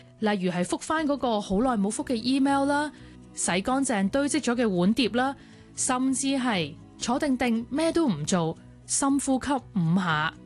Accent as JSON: {"language": "Cantonese", "country": "Hong Kong", "said": "咁同好多代我哋香港人嗰种顶硬上啦"}